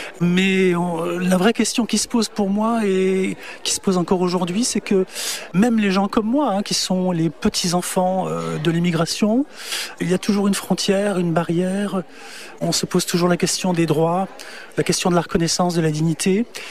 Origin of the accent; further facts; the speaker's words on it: Grand Est, France; Moi aussi je suis un immigré puisque je viens d'Alsace